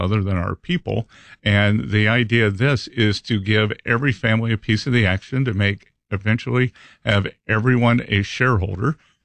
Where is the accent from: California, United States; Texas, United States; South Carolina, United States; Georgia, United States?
South Carolina, United States; Little River; moved away; I'm from Little River, South Carolina, which is now the gateway to Myrtle Beach.